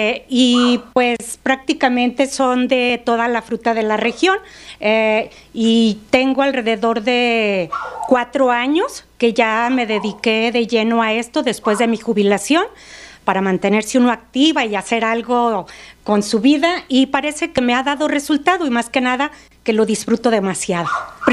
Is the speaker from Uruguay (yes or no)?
no; El Tambor, Mexico; en el rancho, en el Tambor, yo soy del Tambor, originaria del Tambor, ahí nací